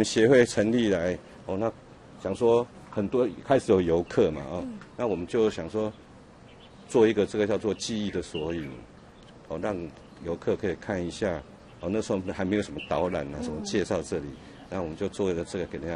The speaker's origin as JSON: {"language": "Chinese", "region": "Taipei", "country": "Taiwan", "tie": "born or raised there", "said": "因为我们从小在这边出生，啊，我在这边住了60几年了，"}